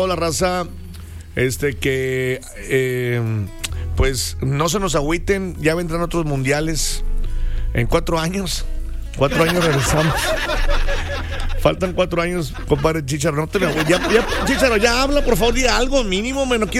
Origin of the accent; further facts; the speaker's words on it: Mexico; somos mexicanos.